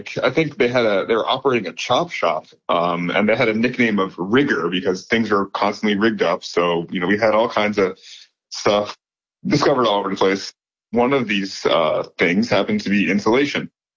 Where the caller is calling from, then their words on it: Hazel Park, Michigan, United States; I'm calling from Hazel Park, Michigan.